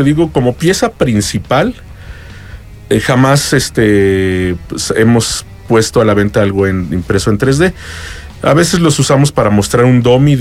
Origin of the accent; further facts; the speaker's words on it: Querétaro, Mexico; somos queretanos